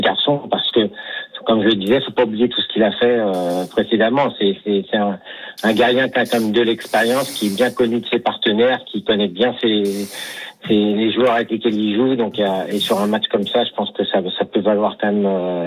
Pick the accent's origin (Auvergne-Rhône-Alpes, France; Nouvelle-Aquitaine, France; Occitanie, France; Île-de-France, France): Île-de-France, France; Paris; en tant que Parisien